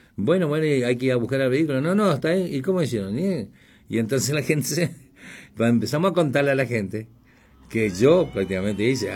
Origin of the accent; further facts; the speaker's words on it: Misiones, Argentina; Somos de Argentina, le digo. De la catarata del Iguazú, la séptima maravilla.